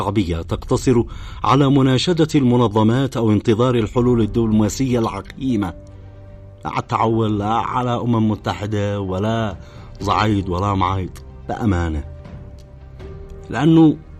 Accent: Yemen; أنا بالنسبة لي كمواطن يمني

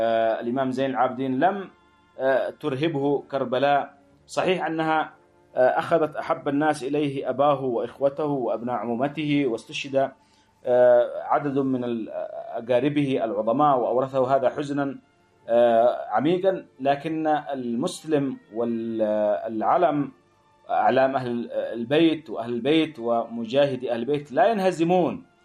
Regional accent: Yemen; عندما يعتقدون دم حلية دمائنا نحن كيمنيين

